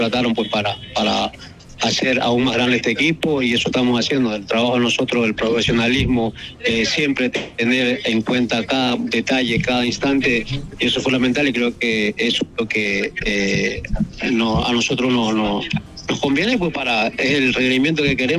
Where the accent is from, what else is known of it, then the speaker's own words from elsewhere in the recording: Pedernales, Manabí, Ecuador; now in Portoviejo, Ecuador; ya llevo mucho tiempo acá, mis padres son de acá, bueno, yo soy de Pernales, pero ya llevo 9 años acá con mi esposa casada